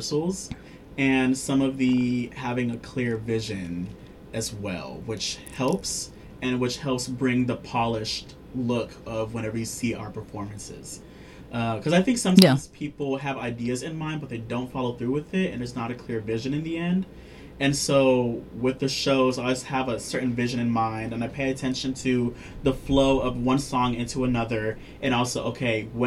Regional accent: Kansas City, Missouri, United States; We're from Kansas City, Missouri.

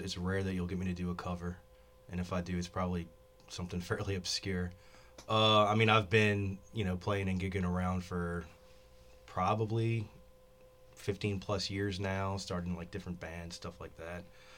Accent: Metairie, Louisiana, United States; I'm from Metairie.

